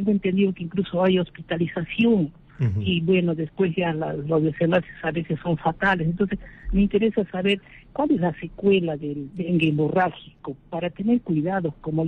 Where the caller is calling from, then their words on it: Chiclayo, Lambayeque, Peru; Estoy llamando de Chiclayo, de la región Lambayeque.